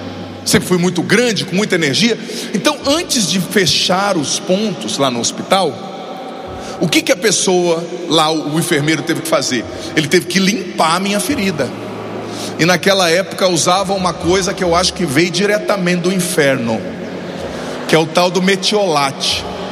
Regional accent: Paraná, Brazil; lá na minha cidade, no Paraná

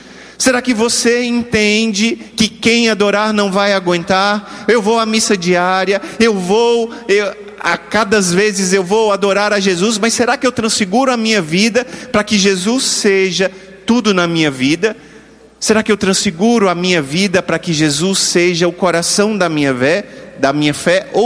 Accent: Brasília, Federal District, Brazil; lá em Brasília, onde eu nasci

